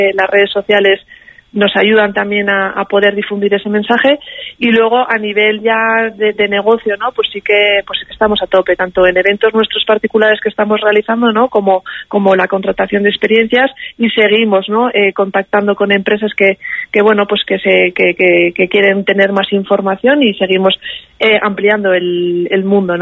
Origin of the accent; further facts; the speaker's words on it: Basque Country, Spain; como buenos vascos de aquí de Euskadi, ¿no?